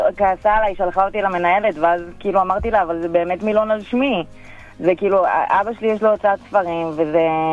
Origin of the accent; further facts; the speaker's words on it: Kiryat Gat, Southern District, Israel; אני פשוט מקריית גת